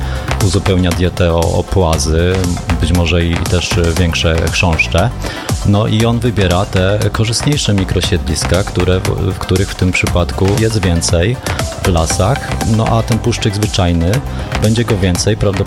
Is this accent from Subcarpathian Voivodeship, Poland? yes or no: yes; Przemyśl, Subcarpathian Voivodeship, Poland; w mieście u nas w Przemyślu